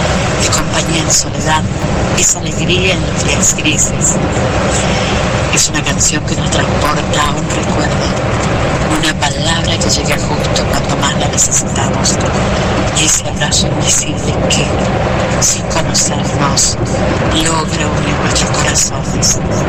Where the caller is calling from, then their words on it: San Luis, Argentina; de San Luis